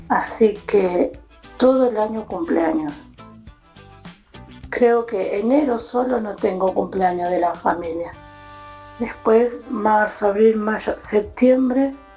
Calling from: Florencio Varela, Buenos Aires Province, Argentina; de Varela.

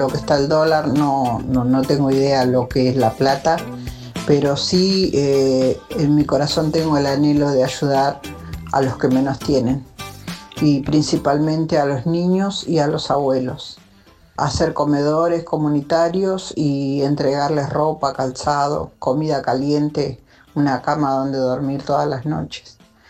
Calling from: San Justo, Buenos Aires Province, Argentina; de San Justo

